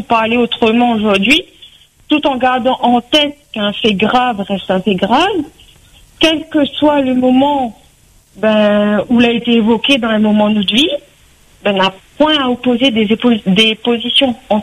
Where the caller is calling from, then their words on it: Réunion; nous, la réunion, nous a toujours vécu le vivre ensemble